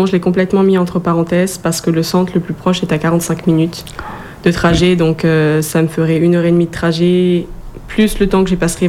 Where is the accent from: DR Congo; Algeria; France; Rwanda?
France; now in Quebec, Canada; nous, en tant que Français de France, on a un français qui s'est modernisé